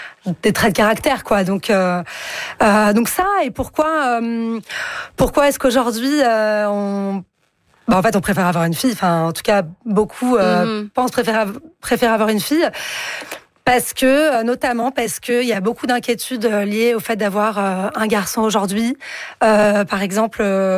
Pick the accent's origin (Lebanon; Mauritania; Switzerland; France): France; C'est vrai que chez nous, en France, ou comme vous le disiez au Canada, c'est pas possible.